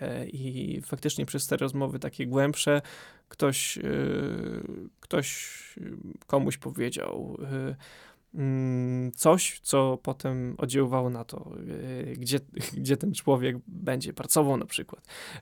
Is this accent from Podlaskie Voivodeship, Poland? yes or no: yes; Bielsk Podlaski, Podlaskie Voivodeship, Poland; Jako, że jestem z Bielska, to wyjeżdżałem rano